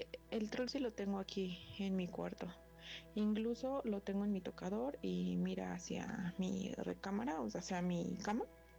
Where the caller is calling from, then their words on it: State of Mexico, Mexico; del Estado de México.